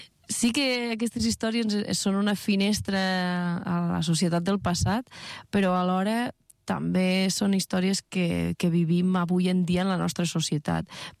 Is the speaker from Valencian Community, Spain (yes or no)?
no; Catalonia, Spain; Som tres noies de la Plana de Lleida